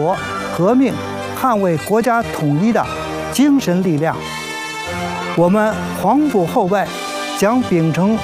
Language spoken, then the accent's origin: Chinese; Beijing, China; born there; 同年，我在北京出生。如今我是退休的北京市民